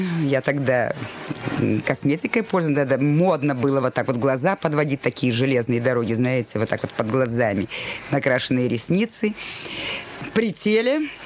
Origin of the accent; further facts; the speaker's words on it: Dnipropetrovsk, Dnipropetrovsk Oblast, Ukraine; moved away as an adult; Но я приехала из Днепропетровска. Я до этого работала в театре в Днепропетровске. Кто меня тут знает? Провинциальную актрису.